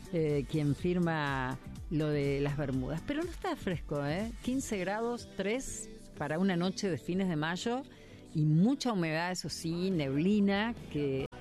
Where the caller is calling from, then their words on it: Las Perdices, Córdoba, Argentina; de Las Perdices, aquí como cada noche escuchándote